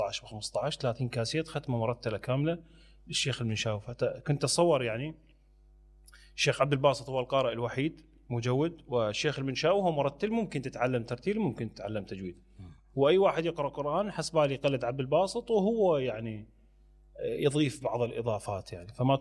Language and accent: Arabic; Iraq; المطبخ بعد ذلك ومبكر يعني انفتح صار اوبن على الصاله، هذه موجوده هذه ما كانت عندنا بالعراق.